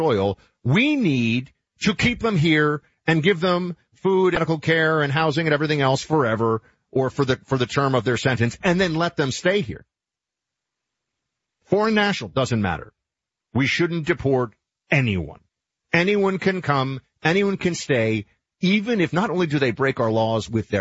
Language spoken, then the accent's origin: English; New York City, New York, United States; a congressional seat in New York City, my hometown